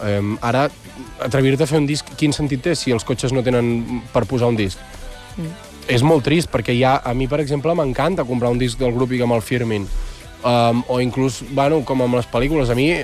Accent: Navàs, Catalonia, Spain; Soc de Navàs, que és al costat de... Bueno, està al costat de Sant Padó també i de Manresa, està per allà a la zona. Clar, jo he viscut molt les festes majors de poble

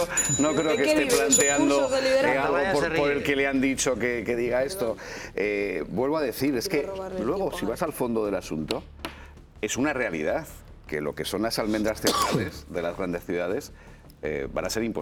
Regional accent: Huesca, Aragon, Spain; yo vengo de Huesca y en Huesca hay problema de vivienda. Es una capital muy pequeñita.

